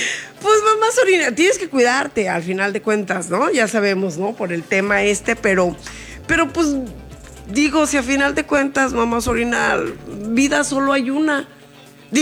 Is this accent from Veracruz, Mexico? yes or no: no; Puebla, Mexico; moved away; allá de mi pueblo, de Puebla